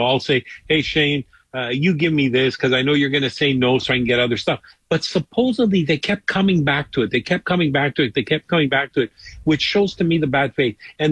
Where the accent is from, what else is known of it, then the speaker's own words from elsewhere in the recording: Quebec, Canada; Well, what happened was, because I'm from Quebec, I saw things a little differently, right?